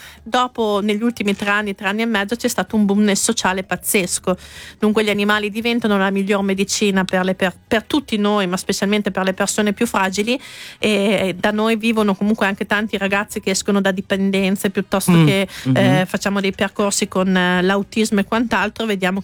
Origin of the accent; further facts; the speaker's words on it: Fidenza, Emilia-Romagna, Italy; vengo da Fidenze, San Donnino